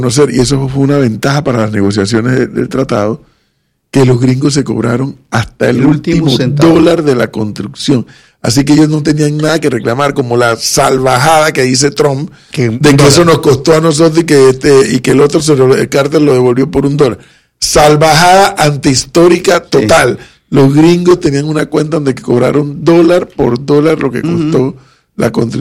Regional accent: Panama; los panameños hemos tenido la visión de hacer del canal un buen negocio para el Estado.

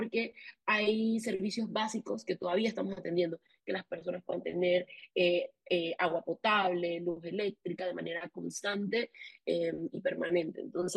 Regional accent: Panama

